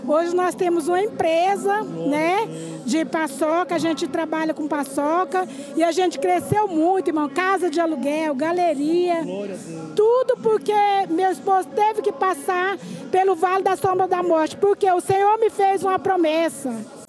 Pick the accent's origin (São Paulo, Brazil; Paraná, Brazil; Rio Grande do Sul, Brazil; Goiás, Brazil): Goiás, Brazil; Goiânia; Eu sou de Goiânia